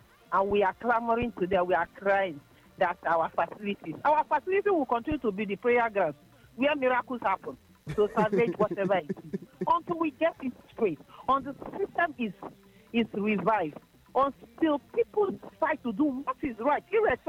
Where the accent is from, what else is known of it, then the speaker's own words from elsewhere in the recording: Lagos, Nigeria; growing up in Ajegunle